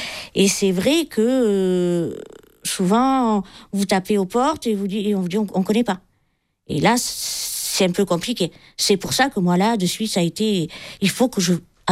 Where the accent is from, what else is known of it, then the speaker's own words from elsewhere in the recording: L'Escarène, Provence-Alpes-Côte d'Azur, France; c'est comme ça que j'ai rencontré Jade pour notre première journée à l'Escarène, puisque je suis de l'Escarène.